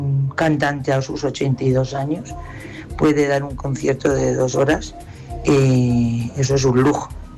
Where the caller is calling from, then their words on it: Villanueva de los Infantes, Castilla-La Mancha, Spain; de Villanueva de los Infantes.